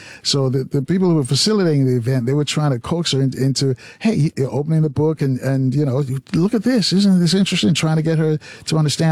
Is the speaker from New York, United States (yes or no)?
yes; New York, United States; growing up in New York